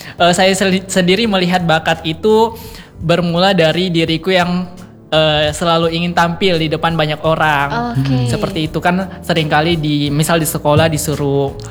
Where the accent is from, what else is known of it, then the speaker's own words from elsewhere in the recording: Central Sulawesi, Indonesia; di kampung saya, khususnya di Kabupaten Parigi Mutong sana